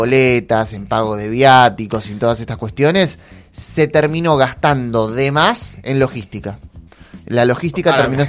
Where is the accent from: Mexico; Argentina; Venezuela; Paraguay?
Argentina; nos íbamos a ahorrar como argentinos?